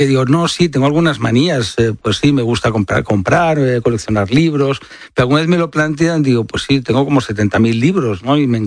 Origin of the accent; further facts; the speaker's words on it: Barcelona, Catalonia, Spain; en mi tierra, Barcelona, y por tanto, desde jovencito hasta ahora